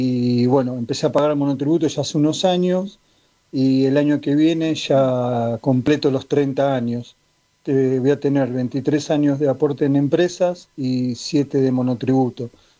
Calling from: Lanús, Buenos Aires Province, Argentina; tengo 62 años

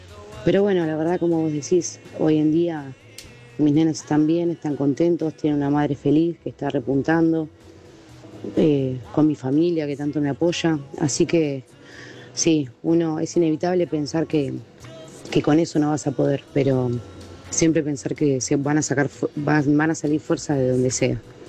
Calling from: Mataderos, Buenos Aires, Argentina; de Mataderos. Estoy trabajando acá en un restaurante en Palermo, a pesar del feriado.

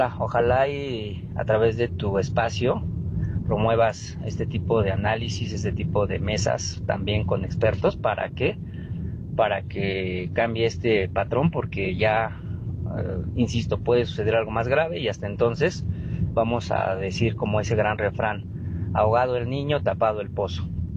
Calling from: Mexico City, Mexico; de la Ciudad de México.

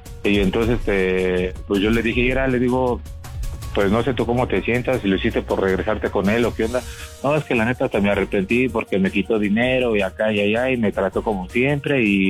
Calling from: Naucalpan, State of Mexico, Mexico; Ella vive en Chimalhuacán y yo vivo en Naucalpan.

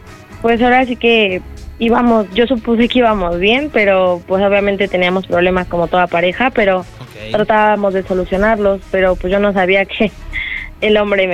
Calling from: Venustiano Carranza, Mexico City, Mexico; De la Venustiano Carranza.

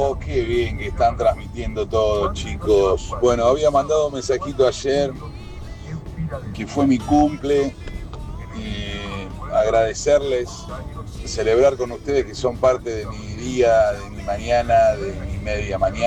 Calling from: Buenos Aires, Argentina; de Parque Chacabuco

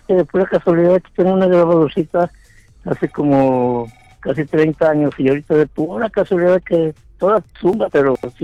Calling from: Aguascalientes, Mexico; de Aguascalientes.

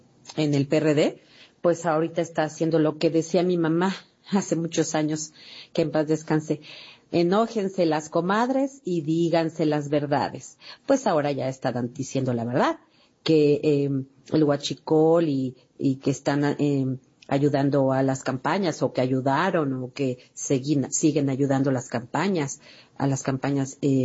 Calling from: Atizapán de Zaragoza, State of Mexico, Mexico; de Atizapán, Estado de México.

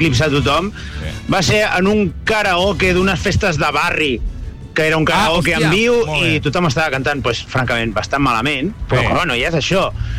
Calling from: Premià, Catalonia, Spain; de Premià

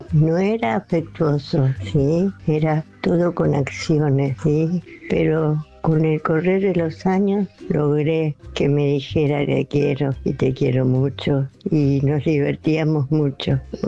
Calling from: Buenos Aires, Argentina; del barrio de Belgrano.

